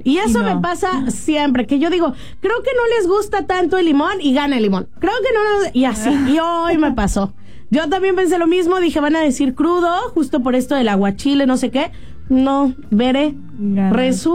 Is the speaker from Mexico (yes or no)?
yes; Mexico; aunque ya somos mexicanos.